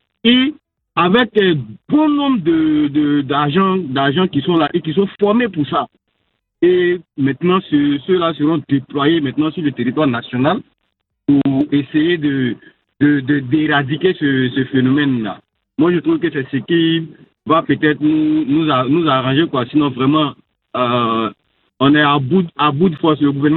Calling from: Bingerville, Abidjan, Côte d’Ivoire; Je vous appelle de Bengerville.

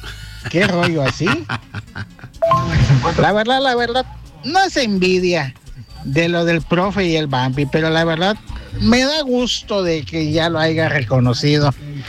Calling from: Chetumal, Quintana Roo, Mexico

